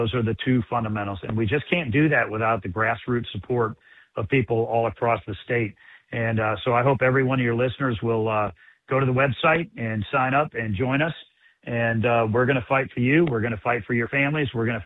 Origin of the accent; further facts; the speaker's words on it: Blowing Rock, North Carolina, United States; growing up in Blowing Rock.